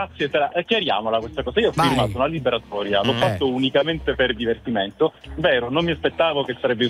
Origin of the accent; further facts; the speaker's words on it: Palermo, Sicily, Italy; Anche se sono palermitano